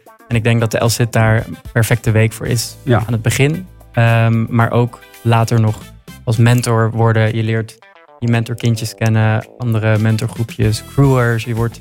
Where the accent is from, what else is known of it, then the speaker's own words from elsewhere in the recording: Leiden, South Holland, Netherlands; Ik kom wel uit Leiden. Mijn familie komt hier ook vandaan. Ik heb er niet altijd gewoond, maar ik ben nu weer terug.